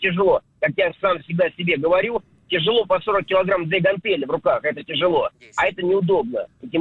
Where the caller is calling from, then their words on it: Stavropol, Stavropol Krai, Russia; Да, я из Ставрополя звоню, сам подрабатываю курьером.